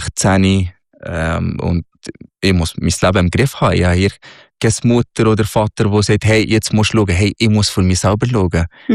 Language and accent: German; Egypt; now in Switzerland; Ja, ja, ja, natürlich. Natürlich, das ist mein Heimatland.